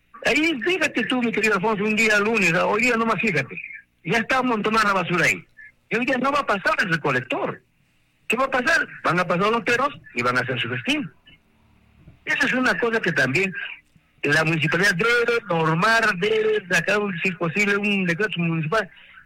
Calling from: Peru; soy vecino de Santa Rosa

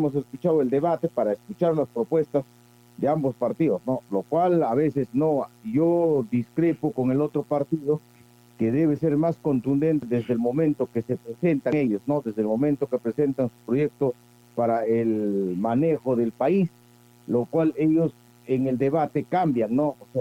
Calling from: Peru; Como peruanos

